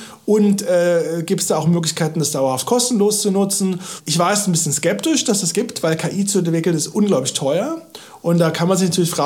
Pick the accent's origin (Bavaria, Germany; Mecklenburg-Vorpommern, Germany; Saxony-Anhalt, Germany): Saxony-Anhalt, Germany; Halle; born or raised there; now in Berlin, Germany